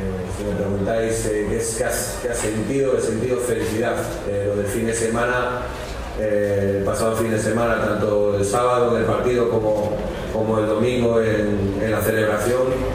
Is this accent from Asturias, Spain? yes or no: yes; Asturias, Spain; now in Santander, Spain; Y soy asturiano, sabéis que soy asturiano, estoy aquí cerquita.